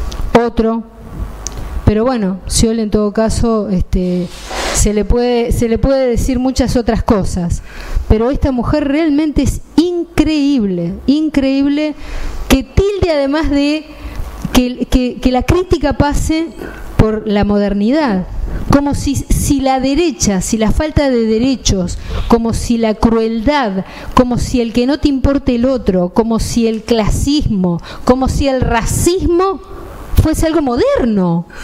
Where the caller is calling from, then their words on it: Santa Fe province, Santa Fe, Argentina; Aguante, sí, la provincia de Santa Fe. Soy santafesina también.